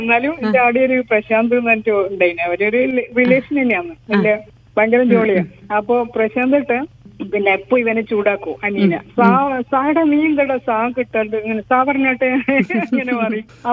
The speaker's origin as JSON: {"language": "Malayalam", "town": "Kannur", "region": "Kerala", "country": "India", "tie": "born or raised there", "moved": "yes", "lives_now": "Mahe, India", "said": "ഇപ്പോ സ്വദേശം ശരിക്കും എന്റെ വീട് കണ്ണൂരാണ്"}